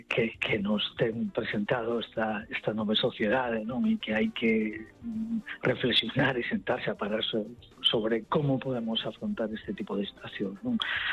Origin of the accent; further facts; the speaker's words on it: Vigo, Galicia, Spain; born there; also born or lived in Santiago de Compostela; Onde nacín en Vigo e onde pasei moitísimos anos en Santiago de Compostela.